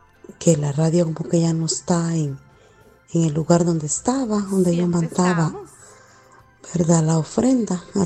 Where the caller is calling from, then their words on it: Chalchuapa, Santa Ana, El Salvador; de Chalchuapa.